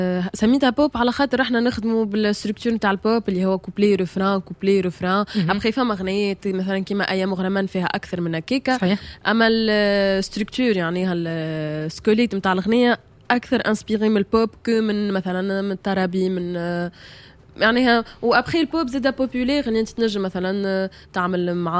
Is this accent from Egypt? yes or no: no; Tunisia; مثلا انا كتونسيه حتى كنغني بلهجات ولا فصحى